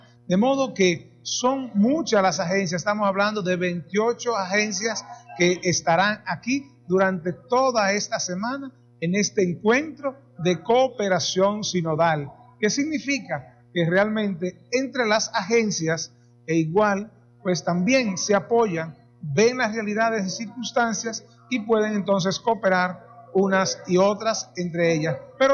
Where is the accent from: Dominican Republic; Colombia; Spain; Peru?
Dominican Republic